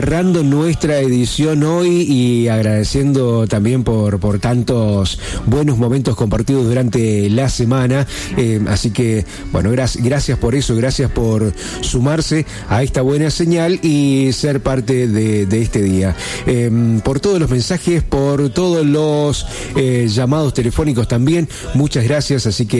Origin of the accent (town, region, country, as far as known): Argentina